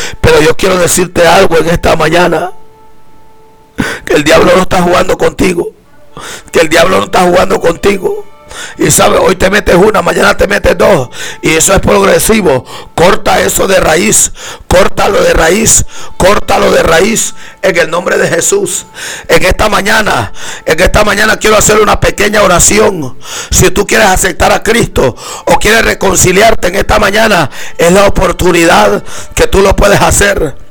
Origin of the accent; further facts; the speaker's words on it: Río Chiquito, Cortés, Honduras; cuando paso por mi pueblo, aleluya, Río Chiquito